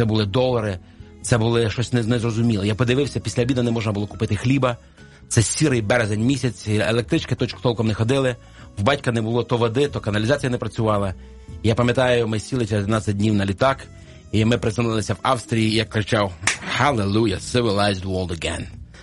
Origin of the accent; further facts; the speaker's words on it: Kyiv, Ukraine; от ми із Києва